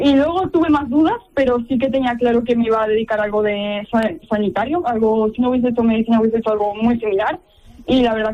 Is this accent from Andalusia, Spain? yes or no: no; Albacete, Castilla-La Mancha, Spain; Pues somos de Albacete las dos.